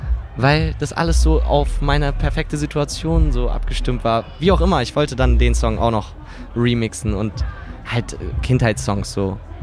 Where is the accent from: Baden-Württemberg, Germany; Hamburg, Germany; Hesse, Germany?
Hamburg, Germany; Vor allem nicht als Hamburger, wo du nur an der Elbe hängst